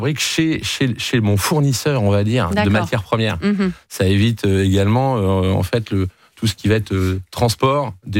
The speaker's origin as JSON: {"language": "French", "region": "Normandy", "country": "France", "tie": "born or raised there", "said": "alors moi, je suis natif de Normandie, hein, excusez-moi pour les..."}